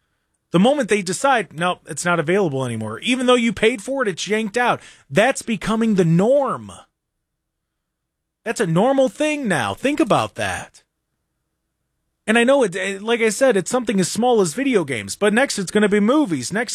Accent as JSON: {"language": "English", "country": "United States", "said": "as American citizens"}